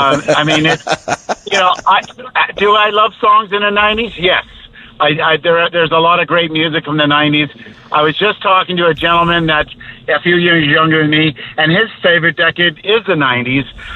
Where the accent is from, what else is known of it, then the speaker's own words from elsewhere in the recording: Ontario, Canada; born there; I was born in Ontario, but my father's from Grand Falls